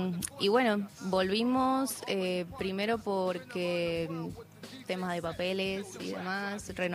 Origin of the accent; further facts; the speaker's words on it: Jujuy, Argentina; moved away; also born or lived in Ireland; de nuevo volver a nuestro Jujuy